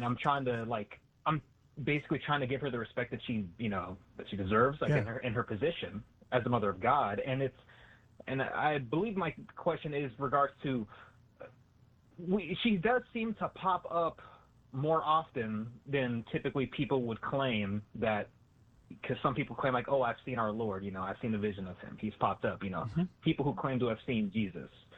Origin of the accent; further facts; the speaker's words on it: Texas, United States; growing up in Southern Texas, like there's predominantly Hispanic demographic, and you see images of, you know, Lady Guadalupe everywhere. And, you know, growing Southern Baptist